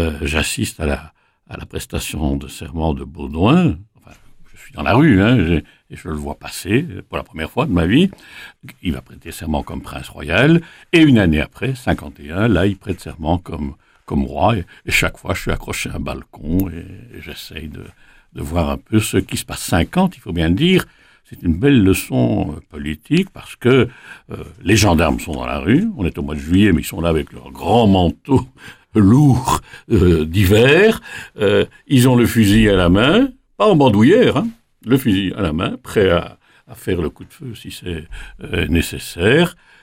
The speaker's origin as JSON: {"language": "French", "town": "Liège", "region": "Wallonia", "country": "Belgium", "said": "moi, je suis un petit liégeois qui naît en 1942, en pleine guerre."}